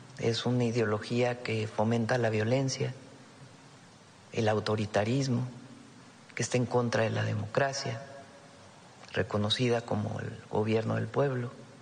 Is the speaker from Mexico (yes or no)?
yes; Mexico; Somos humanistas y somos mexicanos.